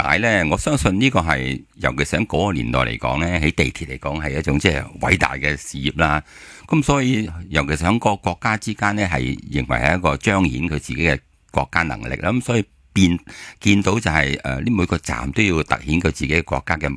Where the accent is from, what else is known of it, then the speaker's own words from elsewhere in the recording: Hong Kong; 可能我哋香港人就唔觉啦